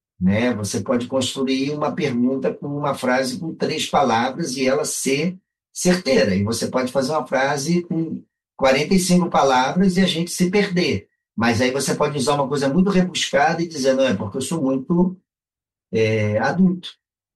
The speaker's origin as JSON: {"language": "Portuguese", "region": "Rio de Janeiro", "country": "Brazil", "tie": "born or raised there", "also_born_or_lived": "Alegrete, Rio Grande do Sul / northern Brazil", "said": "Eu sou nascido no Rio Grande do Sul, mas a minha vida toda foi no Rio de Janeiro. Eu só nasci no Alegrete e de lá eu vim para o Rio."}